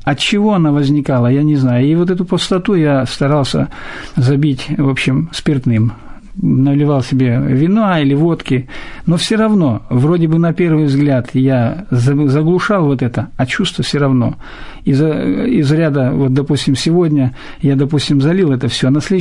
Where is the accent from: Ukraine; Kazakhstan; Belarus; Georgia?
Kazakhstan; born there; also born or lived in Insar, Mordovia, Russia; Я родился в городе Инсар, Мордовской ССР. Вот. Шестимесячного ребенка меня увезли вместе с семьей в Казахстан.